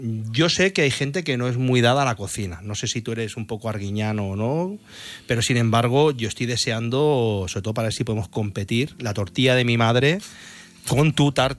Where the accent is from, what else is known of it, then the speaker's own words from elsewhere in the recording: Ceuta, Spain; Esto de mi tierra, que yo soy de Ceuta